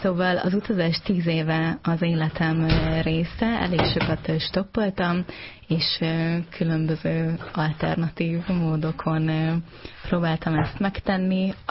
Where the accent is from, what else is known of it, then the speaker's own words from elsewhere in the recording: Győr-Moson-Sopron, Hungary; Én Györmellől származom, és a családom azóta is ott él, és a középiskola után Pécsre mentem tanulni.